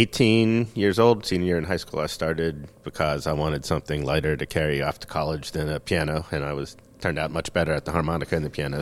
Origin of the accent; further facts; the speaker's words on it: Pittsburgh, Pennsylvania, United States; I grew up in Squirrel Hill.